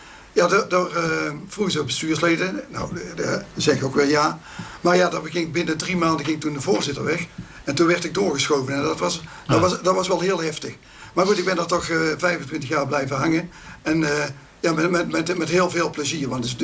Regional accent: Hilvarenbeek, North Brabant, Netherlands; Hoewel ik eigenlijk een Bikse ben, want ik ben geboren op Gorp bij Rovert in de Bossen. Daar heb ik de eerste 20 jaar van mijn leven. En dat is officieel gemeente Hilvarenbeek.

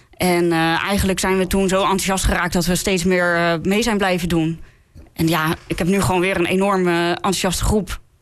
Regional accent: Westland, South Holland, Netherlands; born there; de connectie ligt eigenlijk in het feit dat ik uit Westland kom.

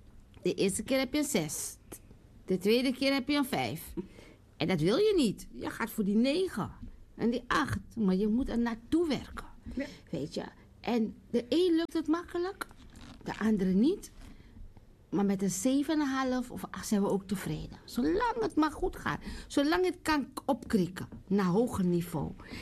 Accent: Suriname; zijn zelf ook trots als Surinamers. Trots op onszelf, trots op de dingen die we doen

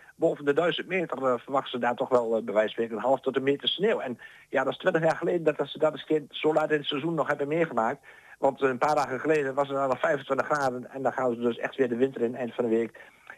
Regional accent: Overijssel, Netherlands; moved away; Ik kom van oorsprong uit Twente

